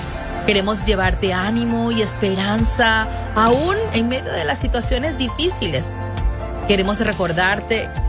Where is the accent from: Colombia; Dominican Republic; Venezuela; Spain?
Venezuela; mi país, Venezuela